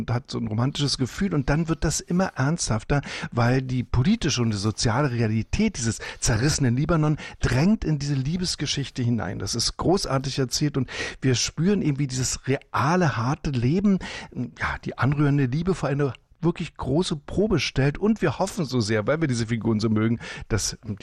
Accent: East Germany, Germany; Wir als Ossis.

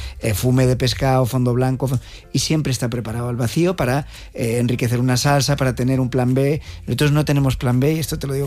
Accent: Spain; Porque somos españoles.

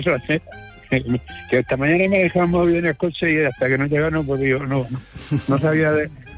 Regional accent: Aledo, Region of Murcia, Spain; Lo tenemos aquí a un paso de mi pueblo, que es Alejo, y todos los días.

